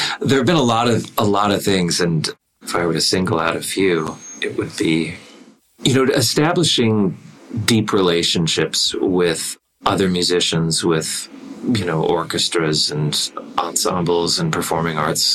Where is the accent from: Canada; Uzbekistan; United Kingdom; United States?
Canada; as a Canadian